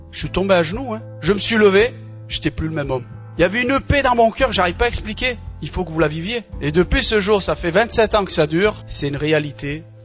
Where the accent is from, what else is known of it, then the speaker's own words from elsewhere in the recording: Algeria; Je suis algérien, on est issu d'une famille nombreuse, 14 frères et sœurs.